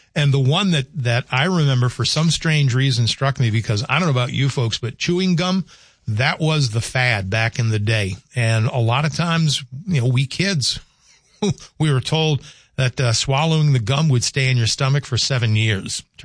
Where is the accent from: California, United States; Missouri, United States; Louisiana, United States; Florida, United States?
Louisiana, United States; growing up in the South, watermelon was not a luxury. It was a necessity because watermelon grows so well in South Louisiana, and we had watermelons all over the place